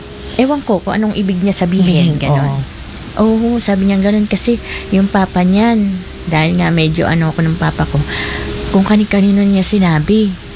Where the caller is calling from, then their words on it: Bicol Region, Philippines; Sa Bicol po kasi, yung sa province namin